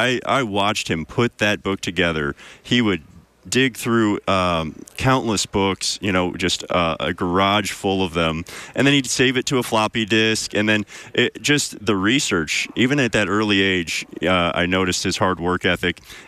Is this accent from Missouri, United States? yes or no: yes; St. Louis, Missouri, United States; So my father and I grew up in St. Louis, Missouri.